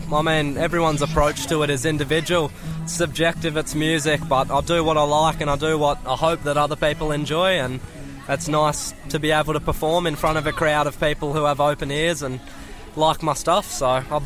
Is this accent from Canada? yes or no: no; Bellingen, New South Wales, Australia; growing up in Bellow, this is the essence of Bellingen